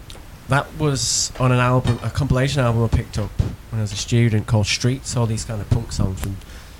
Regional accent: Manchester, North West England, United Kingdom; my hometown of Withenshaw.

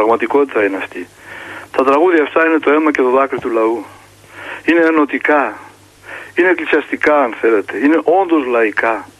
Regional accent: Greece; Είμαστε Έλληνες Ορθόδοξοι.

